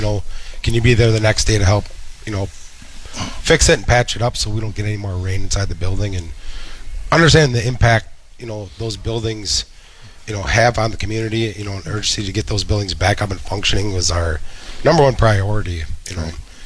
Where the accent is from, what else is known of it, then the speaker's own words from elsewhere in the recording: Neenah, Wisconsin, United States; I mean, growing up in Nina, Menasha, obviously, I was in shock with all the damage.